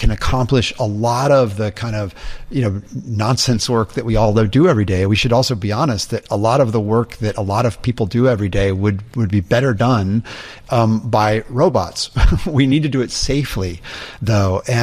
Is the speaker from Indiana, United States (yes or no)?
yes; Indiana, United States; I'm a skateboarder from Indiana.